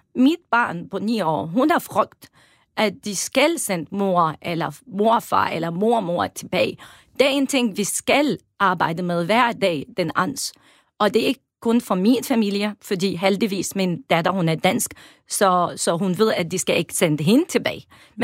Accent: Homs, Homs Governorate, Syria; Danish is a second language; now in Denmark; Jeg kommer fra Homs, hver anden dag vil høre om nogen, der bliver dræbt. Men selvfølgelig, jeg savner min barndom hjem.

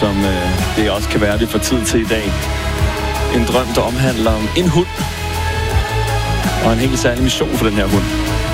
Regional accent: Smørum, Capital Region of Denmark, Denmark; Altså Smørum, hvor jeg er fra, der skal du bare stikke en skovl i jorden, så finder de et eller andet.

